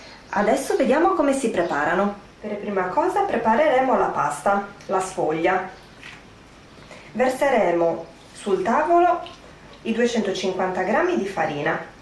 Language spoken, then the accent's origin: Italian; Sardinia, Italy; Oggi realizzerò un dolce tipico della mia terra, ossia le pardule sarde, o come si dice nel mio dialetto, is pardulas.